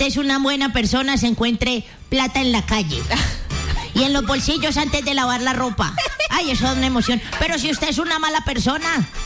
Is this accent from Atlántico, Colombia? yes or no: yes; Barranquilla, Atlántico, Colombia; Soy gente de Barranquilla